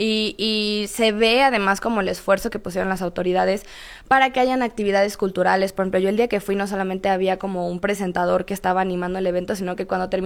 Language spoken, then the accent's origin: Spanish; Mexico; mi ADN como mexicana